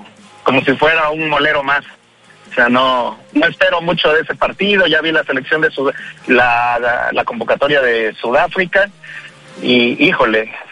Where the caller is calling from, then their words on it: Veracruz, Mexico; yo lo digo como tiburón, como mexicano, como veracruzano, como persona que tuvo educación en casa